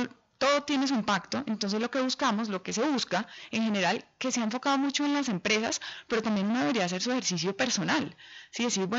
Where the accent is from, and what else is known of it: Cali, Valle del Cauca, Colombia